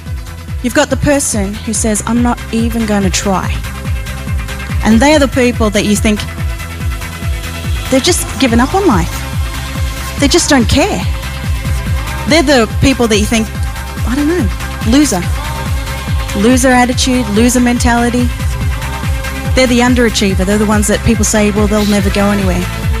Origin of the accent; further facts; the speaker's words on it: Australia; I'm Australian.